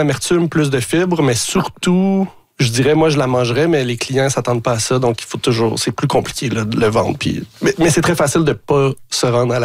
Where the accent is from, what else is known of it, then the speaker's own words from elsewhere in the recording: Montreal, Quebec, Canada; also born or lived in Ville-Saint-Laurent; Je suis pas du tout quelqu'un de la campagne. J'ai grandi à Ville-Saint-Laurent, à Montréal.